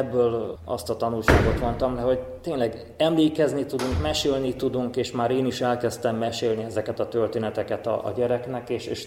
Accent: Fugyivásárhely, Bihor, Romania; also born or lived in Oradea (Nagyvárad), Romania; Én nagyváradi születésű vagyok, Fugyivásárhelyen nőttem fel.

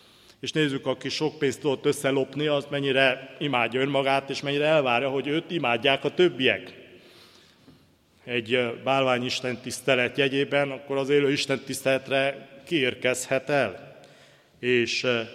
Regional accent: Hungary; mint magyarok úgy őrizzük a monda világot

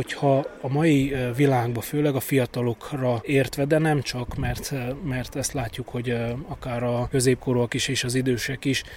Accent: Sălaj, Romania; főleg én szilágysági vagyok

